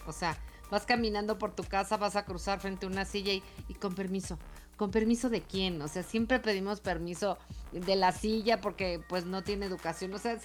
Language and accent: Spanish; Mexico; Todos nosotros que somos mexicanos